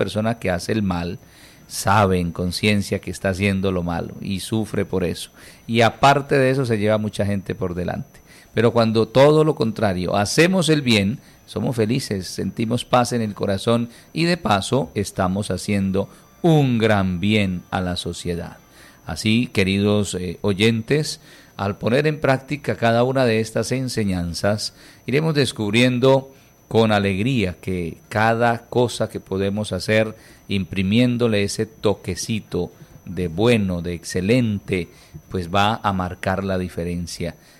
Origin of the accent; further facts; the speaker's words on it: Norte de Santander, Colombia; Así somos los norte santandereanos, orgullosos de nuestros dichos, de nuestros refranes